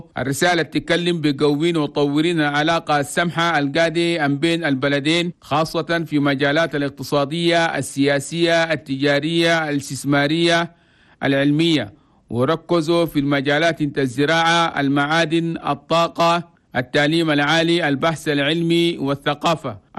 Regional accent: Chad

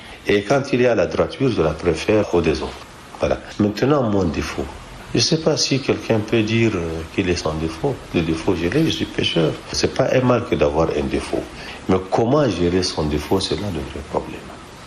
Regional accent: Chad; Non, je suis citoyen tchadien.

